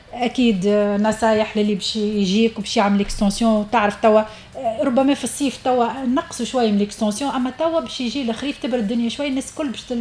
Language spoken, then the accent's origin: Arabic; Tunisia